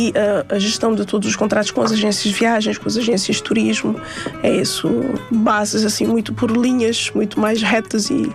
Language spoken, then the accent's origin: Portuguese; São Vicente, Cape Verde; nós crescemos em minha casa, em Cabo Verde